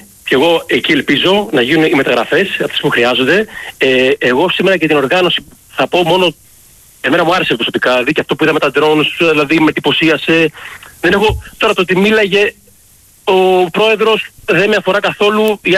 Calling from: Nikaia, Attica, Greece; από Νίκαια.

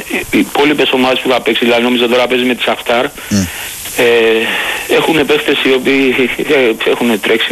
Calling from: Piraeus, Attica, Greece; είμαι πάλι από τον Πειραιά

